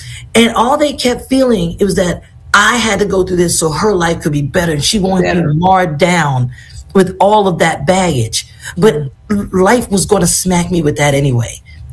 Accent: Boston, Massachusetts, United States; I was born and raised in Boston.

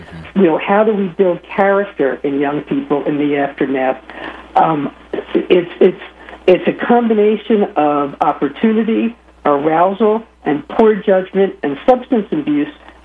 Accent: Philadelphia, Pennsylvania, United States; I'm a Philadelphian

